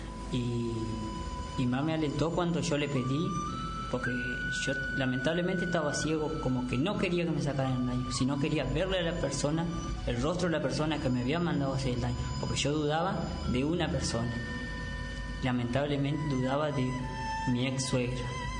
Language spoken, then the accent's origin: Spanish; Alvear, Argentina; soy de Alvear.